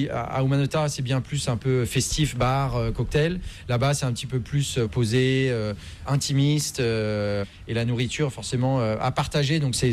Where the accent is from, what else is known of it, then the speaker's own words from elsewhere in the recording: France; now in Hong Kong; Nous sommes français, donc forcément on a cette connexion aussi.